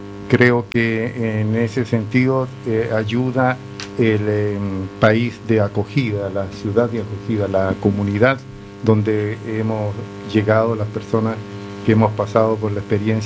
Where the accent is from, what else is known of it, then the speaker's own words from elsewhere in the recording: Chile; moved away as an adult; now in Italy; Sí, yo llegué a Italia solo. O sea, yo salí de Chile a través de la embajada italiana en Santiago.